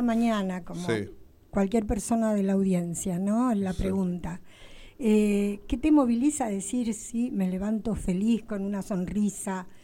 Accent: Argentina; cuando volvía a Ezeiza, respiraba hondo, estaba en mi país, con mi idioma

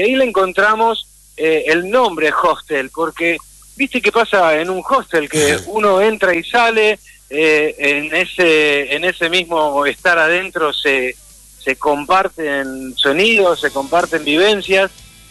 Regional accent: Rosario, Santa Fe, Argentina; Nosotros somos de acá de Rosario

